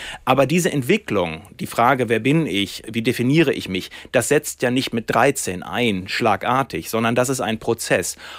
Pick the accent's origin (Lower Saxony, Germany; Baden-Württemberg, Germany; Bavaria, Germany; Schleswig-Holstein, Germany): Lower Saxony, Germany; Ich bin aufgewachsen in Ostfriesland. Das ist sehr rural, sehr ländlich und ich bin schwul.